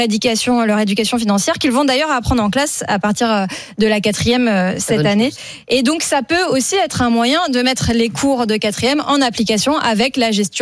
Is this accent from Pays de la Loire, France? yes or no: no; Normandy, France; Ça tombe bien, je suis normande.